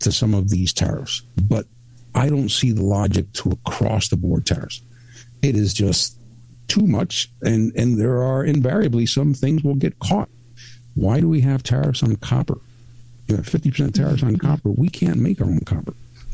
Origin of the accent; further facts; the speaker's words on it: Mexico; also born or lived in Cuba / United States; I was born in Cuba. We left after the revolution, came to the U.S., became U.S. citizens, and then we moved to Mexico. And that's where I went to school, junior high school, high school.